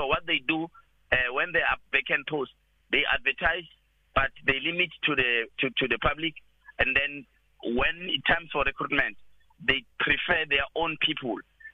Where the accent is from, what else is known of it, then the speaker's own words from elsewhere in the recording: Nkomazi, Mpumalanga, South Africa; from Nkomazi Municipality, a community activist that is leading the youth, the unemployed youth of Nkomazi.